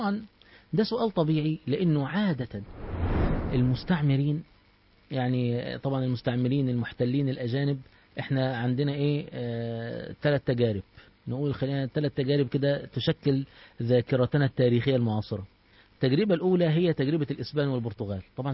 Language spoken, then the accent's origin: Arabic; Egypt; يعني احنا عندنا في مصر